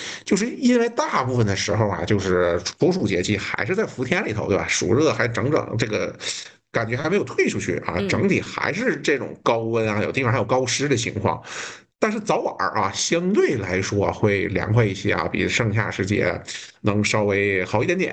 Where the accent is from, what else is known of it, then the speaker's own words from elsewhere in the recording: Shenyang, Liaoning, China; 作为一个东北人，作为一个沈阳人